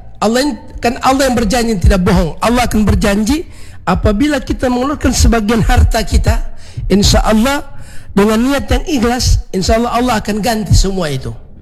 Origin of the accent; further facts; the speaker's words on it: Ampana, Central Sulawesi, Indonesia; Ampana satu kampung saya itu.